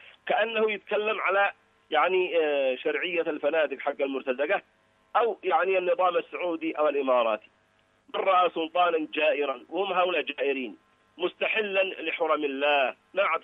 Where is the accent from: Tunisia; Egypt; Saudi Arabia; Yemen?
Yemen; وإحنا كشعب يمني هكذا نقول